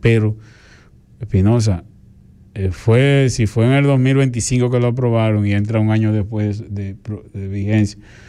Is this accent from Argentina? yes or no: no; Dominican Republic; Nosotros no podemos seguir siendo tan dominicanos.